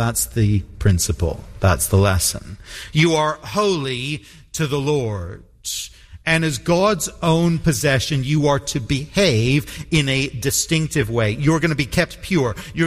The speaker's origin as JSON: {"language": "English", "town": "Toronto", "region": "Ontario", "country": "Canada", "tie": "born or raised there"}